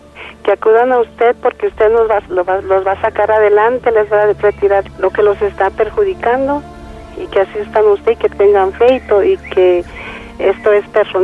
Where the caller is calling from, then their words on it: Jocotepec, Jalisco, Mexico; De acá, de Jalado, de Jocotepec.